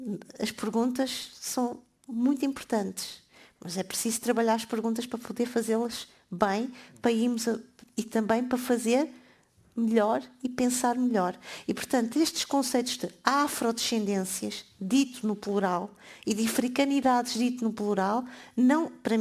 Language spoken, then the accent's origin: Portuguese; Portugal; Eu não sou apenas portuguesa. Eu sou portuguesa e mais qualquer coisa.